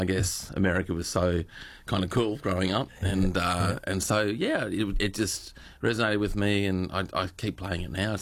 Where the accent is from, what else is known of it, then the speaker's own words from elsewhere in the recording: Bundaberg, Queensland, Australia; also born or lived in South Africa; So I grew up in Bundaberg. I was born in South Africa, but I grew up in Bundaberg.